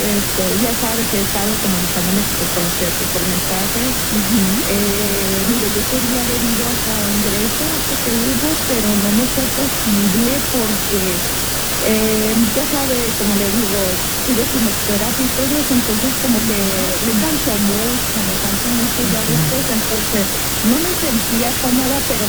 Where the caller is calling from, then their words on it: Las Vegas, Nevada, United States; soy de las Vegas.